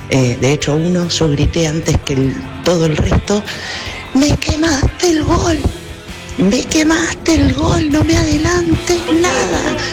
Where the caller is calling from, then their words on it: San Isidro, Buenos Aires Province, Argentina; de San Isidro.